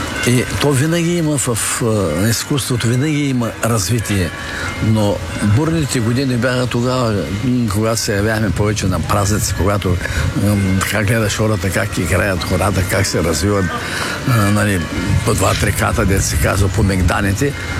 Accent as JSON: {"language": "Bulgarian", "town": "Plovdiv", "region": "Plovdiv Province", "country": "Bulgaria", "said": "защото сме пловдивчани, защото сме от Филибето."}